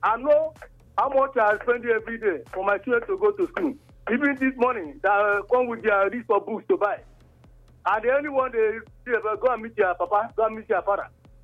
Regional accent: Anambra, Nigeria; For sometimes you hear me calling from my hometown, it's up in Anambra State.

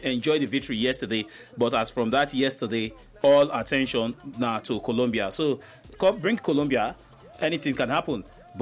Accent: Nigeria; That now something with VCS will pray for each human to do, most especially as a Nigerian.

